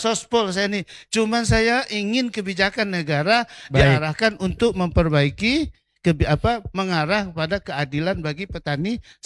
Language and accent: Indonesian; West Kalimantan, Indonesia; Termasuklah saya dari Kalimantan Barat.